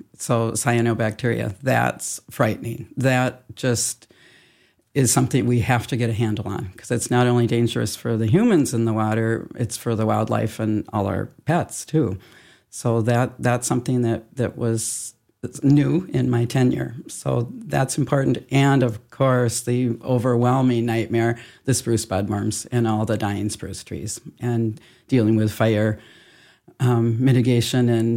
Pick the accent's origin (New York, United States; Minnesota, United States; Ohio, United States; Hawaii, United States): Minnesota, United States; Minneapolis; I grew up in Southwest Minneapolis, and I spent an awful lot of my time at Lake Harriet and all the other lakes in the cities.